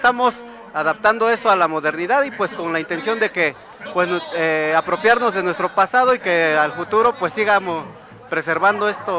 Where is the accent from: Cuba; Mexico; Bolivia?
Mexico; En mi pueblo ya no realizan, mi pueblo es yutecoso, entonces ya no realizan el telar de cintura.